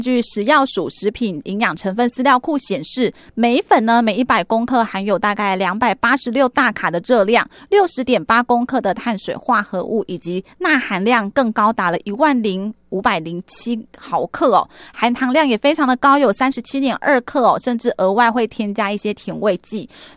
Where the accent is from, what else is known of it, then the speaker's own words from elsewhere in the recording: southern Taiwan, Taiwan; 我们南部人还有那个番茄沾姜汁酱油的吃法